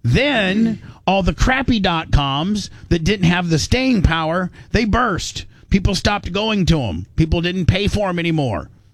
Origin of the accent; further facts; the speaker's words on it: Tampa, Florida, United States; I'm from Tampa and probably won't be in Panama City, but maybe once a year.